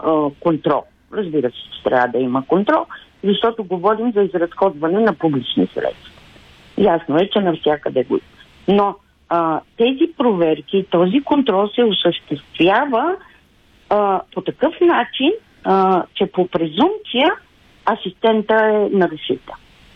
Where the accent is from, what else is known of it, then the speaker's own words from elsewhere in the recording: Gabrovo, Gabrovo Province, Bulgaria; Да, аз съм от Габрово.